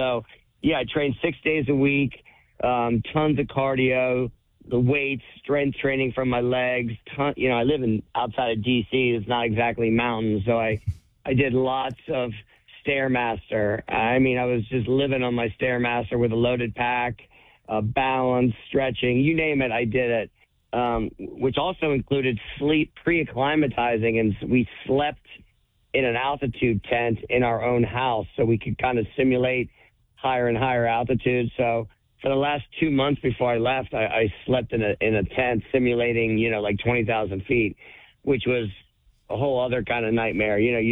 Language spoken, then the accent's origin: English; Arlington, Virginia, United States; born there; I feel almost a West Virginian, even though I was born in Arlington, Virginia. So my roots mean a ton to me.